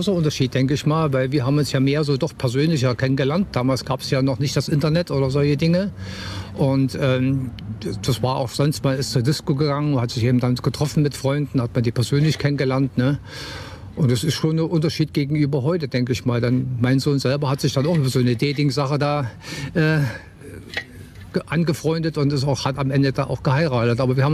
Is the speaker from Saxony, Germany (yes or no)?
yes; Torgau, Saxony, Germany; born there; now in Leipzig, Germany; ich bin in Torgau geboren. Das war im Jahr 1953.